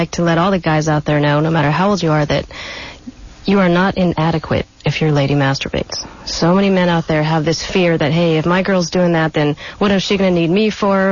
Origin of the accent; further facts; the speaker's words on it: California, United States; also born or lived in Rohnert Park; I grew up in the San Francisco Bay Area.